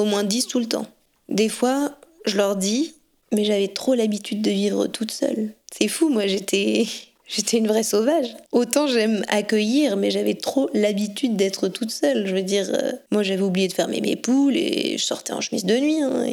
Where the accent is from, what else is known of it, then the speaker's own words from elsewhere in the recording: Auvergne-Rhône-Alpes, France; Alors moi, je suis native d'Ourou, dans le Rhône, donc c'est pas très loin d'ici.